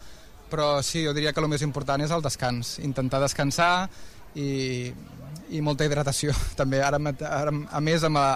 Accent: Sant Andreu de la Barca, Catalonia, Spain; el dia de la Diada, aquí a Sant Andreu, al meu poble. És tot un honor, un orgull, molt, molt feliç, la veritat.

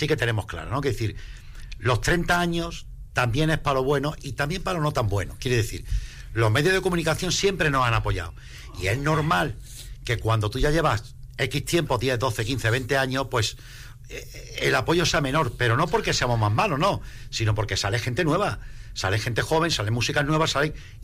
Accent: Sant Andreu de la Barca, Catalonia, Spain

